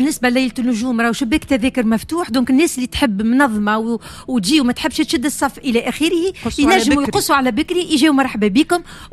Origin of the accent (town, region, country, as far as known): Sfax Governorate, Tunisia